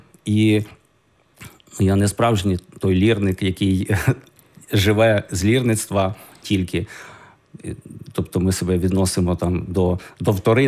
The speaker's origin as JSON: {"language": "Ukrainian", "town": "Kovel", "region": "Volyn Oblast", "country": "Ukraine", "tie": "born there", "said": "сам я народився в Ковелі."}